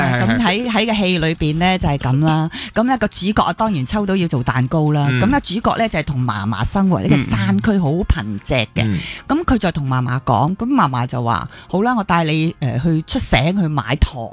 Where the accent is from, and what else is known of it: Hong Kong